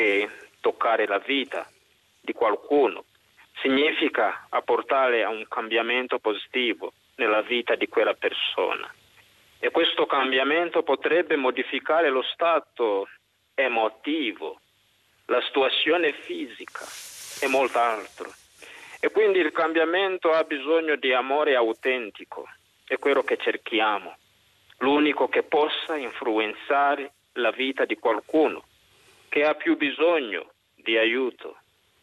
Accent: Uganda; now in Pietralba, Italy; vengo dall'Uganda

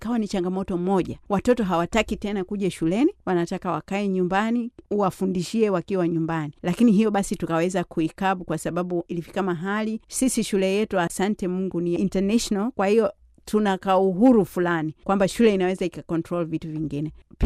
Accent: Lushoto, Tanga Region, Tanzania; moved away as an adult; now in Austria; mimi natoka Lushoto kule Gare

